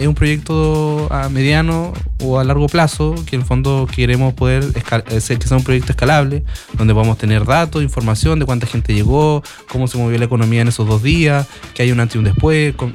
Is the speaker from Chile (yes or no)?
yes; Castro, Los Lagos, Chile; born or raised there